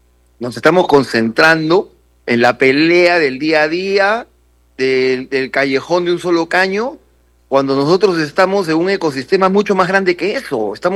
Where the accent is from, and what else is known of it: Peru